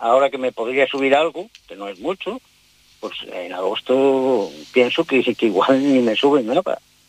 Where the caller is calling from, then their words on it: Castile and León, Spain; Yo vivo en Castilla y León, en agosto me jubilo.